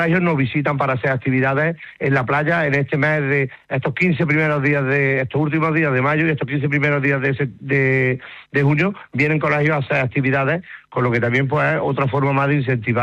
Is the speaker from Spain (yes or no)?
yes; Córdoba, Andalusia, Spain; Somos de Córdoba y sabemos las temperaturas que hace en invierno.